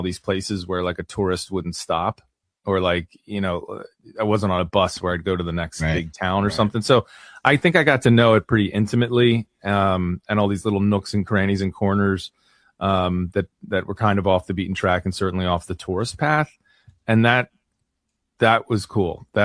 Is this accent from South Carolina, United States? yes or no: no; Philadelphia, Pennsylvania, United States; I mean, I'm from Philly.